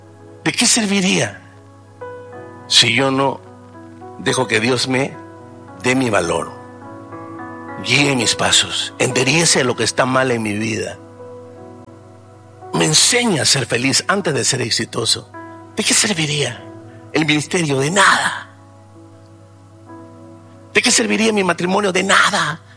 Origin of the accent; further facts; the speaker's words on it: Bolivia; nos identificamos como bolivianos, sí, pero somos más que bolivianos.